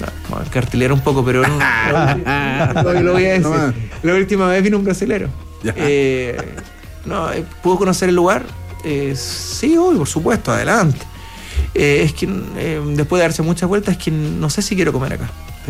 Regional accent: Chile

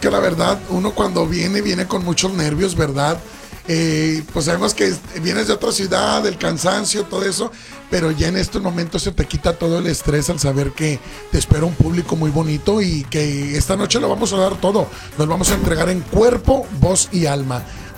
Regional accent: McAllen, Texas, United States; Somos originarios de McAllen, Texas. Venimos desde allá

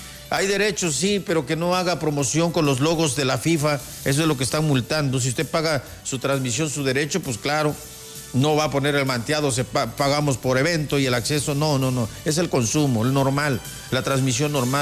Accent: Mexico; Orgullosos de ser mexicanos

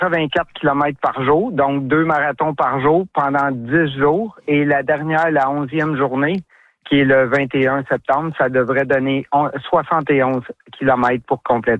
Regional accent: Oka, Quebec, Canada; Puis le parc d'Oka, moi, je suis un natif d'Oka, j'ai grandi ici.

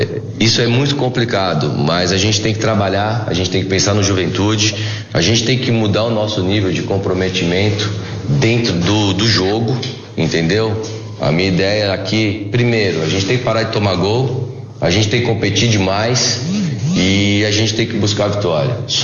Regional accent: São Paulo, Brazil; Cara, eu sou aqui de São Paulo, né?

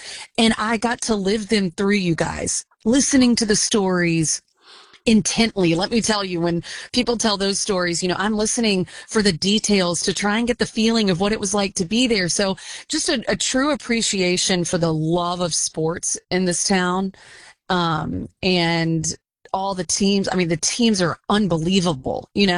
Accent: Alabama, United States; now in San Francisco Bay Area, United States; But I'm from Alabama. My husband is from Mississippi.

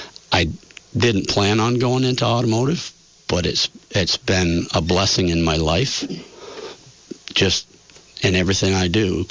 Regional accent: Barre, Vermont, United States; Grew up in Barrietown. I was born in Barrie City Hospital, which no longer exists. I'm the fifth generation, and my son and my grandson live on the farm with me.

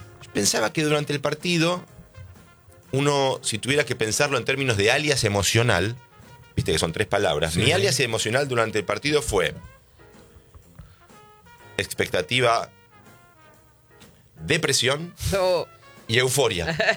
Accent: Argentina

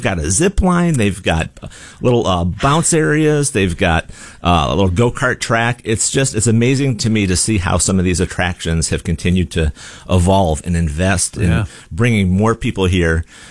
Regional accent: Syracuse, New York, United States

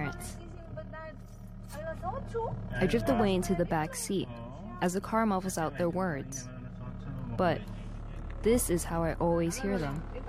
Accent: United States; born there; But I was born in America, and they speak to me in English.

